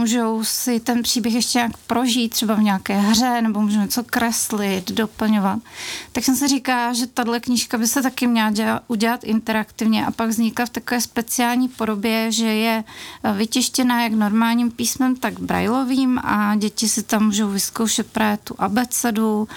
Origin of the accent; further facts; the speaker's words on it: Hradec Králové, Hradec Králové Region, Czechia; Já jsem milovala lesy tady, ježdění na kole. Teď jsem teda v místě, kde ta krajina není rovná, takže se mi tam na kole jezdí hůř do kopce z kopce. A hlavně Hradec je úplně úžasný město architektonicky, takže mě vlastně rozmazlil.